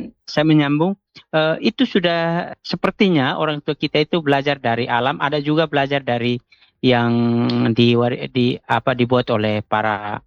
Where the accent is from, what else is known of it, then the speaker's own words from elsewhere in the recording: East Nusa Tenggara, Indonesia; ada satu istilah kami orang Atoni itu bahwa obat musuhnya itu dia anti perempuan